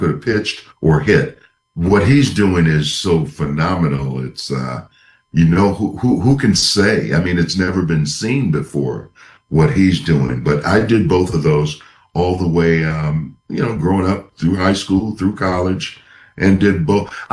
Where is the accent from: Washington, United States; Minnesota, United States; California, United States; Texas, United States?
Minnesota, United States; The Vikings, my hometown, drafted me.